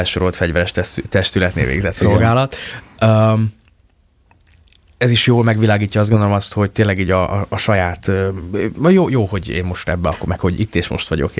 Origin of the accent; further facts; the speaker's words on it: Sopron, Győr-Moson-Sopron, Hungary; én soproni vagyok, úgy ott a határa